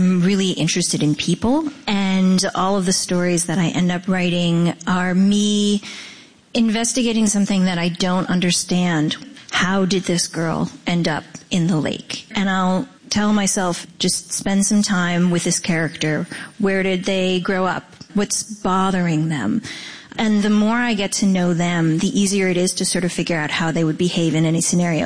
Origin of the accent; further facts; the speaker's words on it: Pennsylvania, United States; born there; In my first elementary school, I was born outside of Pittsburgh, and I was one of two people of color.